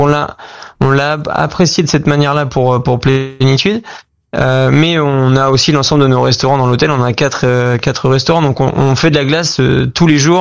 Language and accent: French; Normandy, France; Et toute mon éducation et mon enfance en Normandie, c'est ce rapport entre l'agriculture et nos produits que l'on fabrique au quotidien.